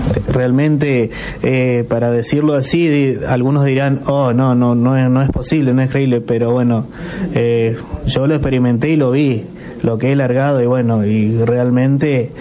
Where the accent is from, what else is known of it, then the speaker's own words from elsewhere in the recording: Ceres, Santa Fe, Argentina; yo vengo de Ceres, aparte lo estamos, me enteré por la radio